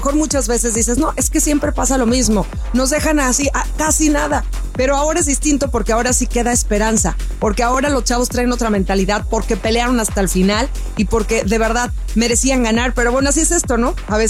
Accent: Mexico; soy mexicana, con mucho orgullo.

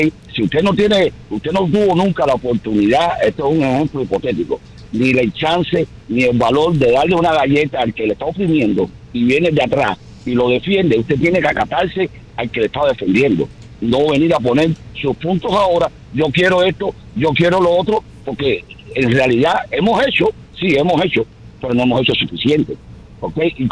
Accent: Cuba; moved away; Lo que estoy diciendo es que nosotros estamos criados con comunismo hace 67 años. Yo salí de Cuba hace poco.

